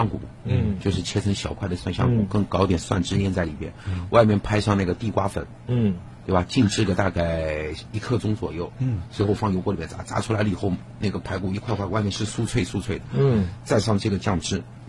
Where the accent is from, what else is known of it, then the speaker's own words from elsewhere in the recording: China; 我们中国人